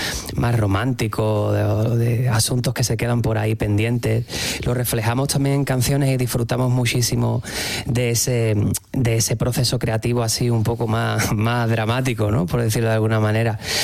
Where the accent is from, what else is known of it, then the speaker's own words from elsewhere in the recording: San Fernando, Andalusia, Spain; now in Madrid, Spain; yo soy de San Fernando y mi compi es de La Línea. Entonces, como yo, además yo tiro un poquito más a Cádiz capital, me salen expresiones diferentes a él.